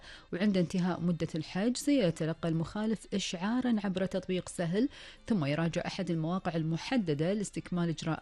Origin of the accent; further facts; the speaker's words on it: Kuwait; وآخر المستجدات في ديرتنا الحبيبة الكويت.